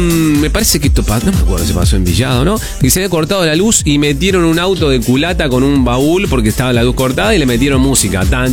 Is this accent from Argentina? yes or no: yes; Videla, Santa Fe, Argentina; Soy de Videla